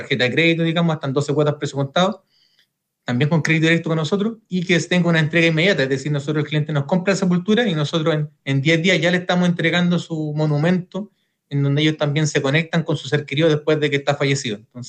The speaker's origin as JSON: {"language": "Spanish", "town": "Concepción", "region": "Biobío", "country": "Chile", "tie": "born or raised there", "moved": "yes", "lives_now": "Los Ángeles, Chile", "said": "comparé Concepción, que era mi ciudad natal, donde yo nací, y Los Ángeles, que era la ciudad donde yo me encontraba trabajando."}